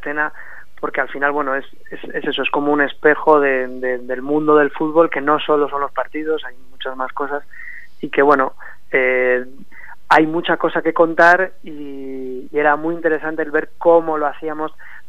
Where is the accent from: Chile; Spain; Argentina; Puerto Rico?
Spain; Logroño, La Rioja; Pero bueno, yo soy de Logroño, o sea que imagínate, no tengo mucho más que añadir.